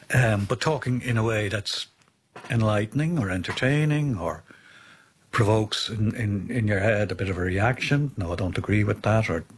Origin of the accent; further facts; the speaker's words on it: Ireland; We were both in a little way outsiders being Irish